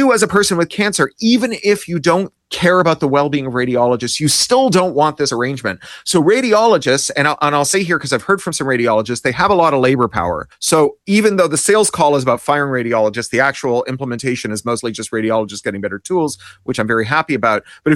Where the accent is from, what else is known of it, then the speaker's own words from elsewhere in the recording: Canada; I say that under advisement as a Canadian who grew up under socialized medicine.